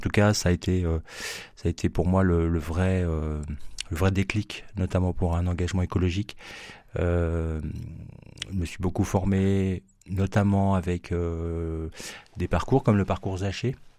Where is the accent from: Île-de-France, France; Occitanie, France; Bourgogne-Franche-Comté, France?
Bourgogne-Franche-Comté, France; Le Creusot; moved away as an adult; now in Saint-Étienne, France; Alors, je suis stéphanois depuis 15-16 ans, mais je suis originaire de Bourgogne, du Creusot.